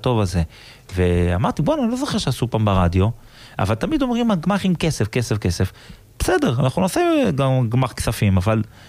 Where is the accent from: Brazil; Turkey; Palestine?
Palestine; Gush Katif, Gaza Strip; now in Israel; פשוט אני גדלתי שם אני לא בגוש קטיף כאילו הייתי אז ילד וחיינו את התקופה הזאת של גוש קטיף